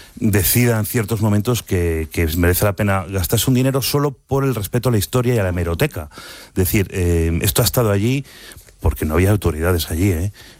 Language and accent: Spanish; France; Spanish is a second language; yo como francés diría otra cosa también.